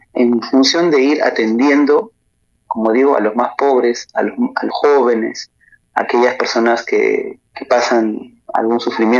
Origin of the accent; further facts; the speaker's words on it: Callao, Peru; un colegio emblemático y muy reconocido en el Callao, el lugar de donde vengo, ¿no? Yo recuerdo de niño cuando yo estudiaba en un colegio estatal